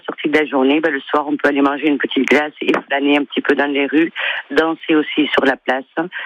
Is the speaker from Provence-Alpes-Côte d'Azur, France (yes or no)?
no; Perpignan, Occitanie, France; now in Conflent, France; J'étais de Perpignan à l'époque